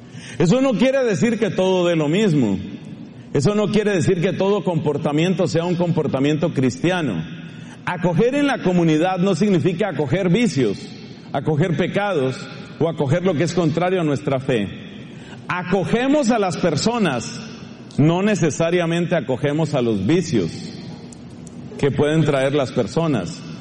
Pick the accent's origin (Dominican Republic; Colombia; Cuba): Colombia; now in Ireland; Y yo, como colombiano, le tengo mucho cariño al plátano, y me estaba haciendo falta porque los irlandeses no comen plátano, no saben de eso.